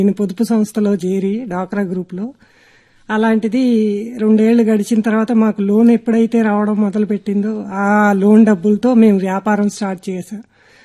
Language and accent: Telugu; Vijayawada, Andhra Pradesh, India; నేను డిగ్రీ వరకు చదువుకున్నానండి, మాది విజయవాడే.